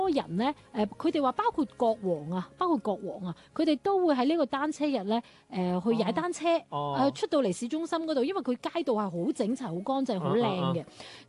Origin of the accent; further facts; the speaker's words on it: China; 包括我们中国人啦、包括印尼啦，包括马来西亚啦